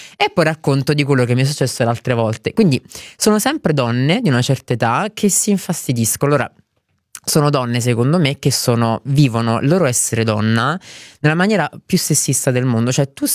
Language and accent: Italian; Reggio Calabria, Calabria, Italy; Io sono di Reggio Calabria, una famiglia calabrese, quello ciò.